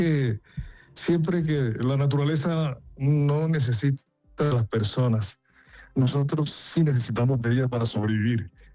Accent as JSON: {"language": "Spanish", "town": "Montería", "region": "Córdoba", "country": "Colombia", "tie": "born there", "said": "Nací en Montería."}